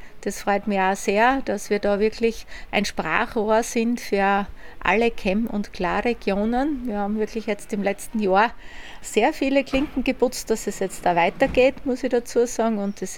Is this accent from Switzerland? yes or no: no; Kaindorf, Styria, Austria; Ich komme aus der Klar Ökoregion Kaindorf. Die ist in der Oststeiermark ansässig.